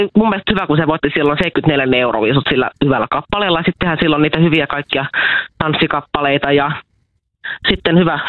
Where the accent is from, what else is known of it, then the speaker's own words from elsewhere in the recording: Espoo, Uusimaa, Finland; Olen itse espoolainen.